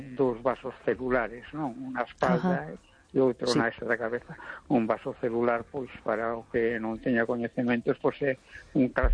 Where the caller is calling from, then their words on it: A Coruña, Galicia, Spain; de Coruña.